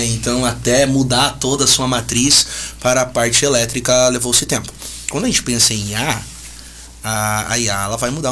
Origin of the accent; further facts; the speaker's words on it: Brazil; first language Portuguese